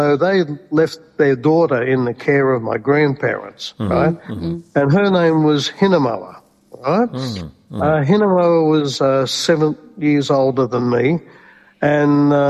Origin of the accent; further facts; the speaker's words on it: Sydney, New South Wales, Australia; So getting back to my growing up in Sydney, my stepfather worked at various jobs